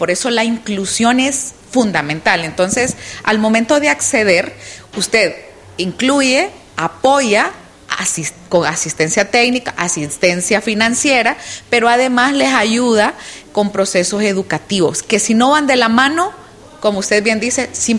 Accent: Honduras; los hondureños y las hondureñas somos inteligentes

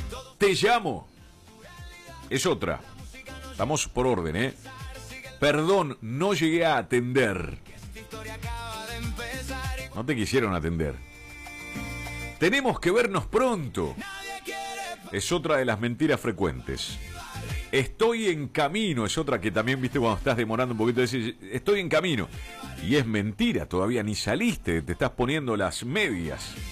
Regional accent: Argentina; Somos mentirosos los argentinos y las argentinas, todos.

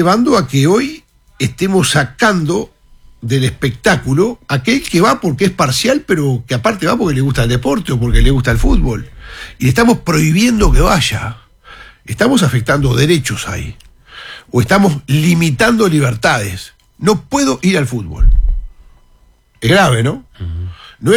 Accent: San José, Uruguay; moved away as an adult; also born or lived in Montevideo; Yo vine de San José, de mi departamento, a estudiar a Montevideo, a facultad, como tantos del interior

